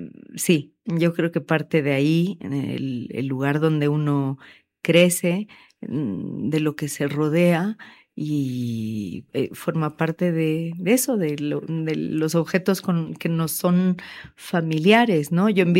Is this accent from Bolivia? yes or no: yes; La Paz, Bolivia; born there; also born or lived in Moscow; yo nací en Moscú y me trajeron mis papás muy, muy chiquita, los 7 meses aquí, me quedé con mis abuelos mientras mis papás terminaban su especialidad en Moscú.